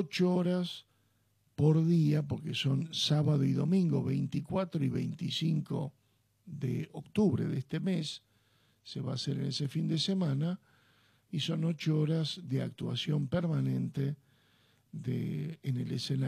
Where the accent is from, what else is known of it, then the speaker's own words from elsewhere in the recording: Argentina; Y Uruguay y Argentina hablamos el mismo castellano. Pero nuestro castellano tiene que ver con un acento, y es el acento italiano.